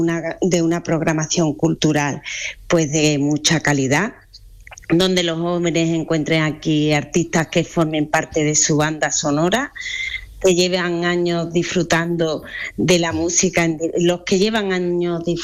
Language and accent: Spanish; Huelva, Andalusia, Spain